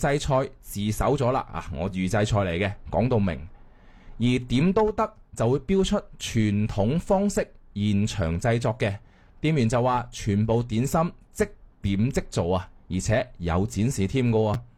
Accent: Guangzhou, Guangdong, China; 作为老广呢走访了全市13家的茶楼啦

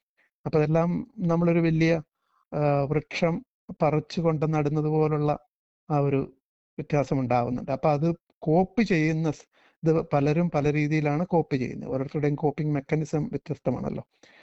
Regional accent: Kerala, India; moved away; നമ്മൾ ഇന്ത്യയിൽ നിന്ന് വരുന്നവർ അല്ലെങ്കിൽ മലയാളികളായിട്ടുള്ളവർ

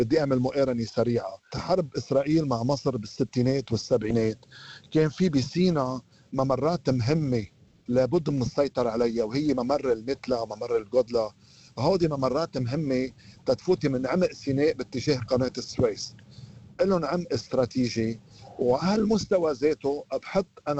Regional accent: Lebanon; بوجداني أنا كلبناني

